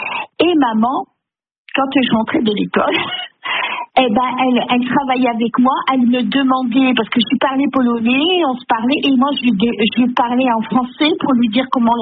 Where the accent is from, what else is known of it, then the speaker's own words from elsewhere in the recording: Bruay-la-Buissière, Hauts-de-France, France; C'est là où je suis née, là où j'ai vécu plus de 60 ans.